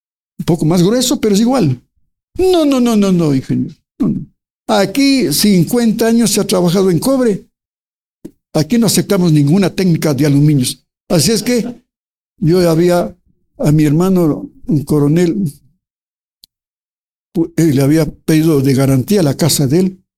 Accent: Colombia; moved away; Ya vine de Colombia con esas agallas de ser rico.

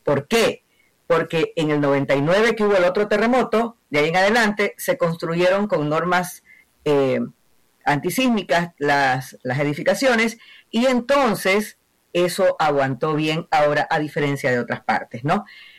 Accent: Guayaquil, Guayas, Ecuador; como guayaquileña, como que vivo aquí

